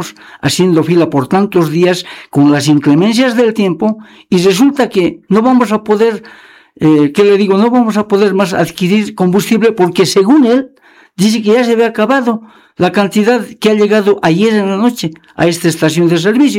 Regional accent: Bolivia; Yo soy tan ciudadano boliviano como cualquier otro de la Transpando y de la Transvaca 10.

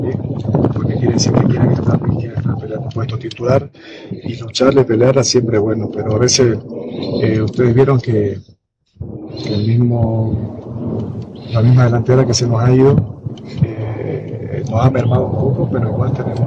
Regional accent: Santa Cruz de la Sierra, Santa Cruz, Bolivia; yo soy de Santa Cruz

